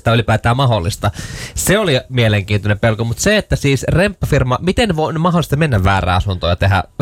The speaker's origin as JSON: {"language": "Finnish", "town": "Kirkkonummi", "region": "Uusimaa", "country": "Finland", "tie": "born or raised there", "said": "Kirkkonummella itse asiassa vieläpä kylässä, mistä olen kotoisin"}